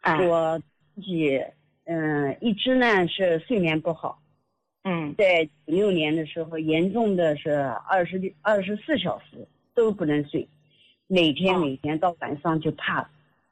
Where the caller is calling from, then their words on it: Nanjing, Jiangsu, China; 我是南京的听众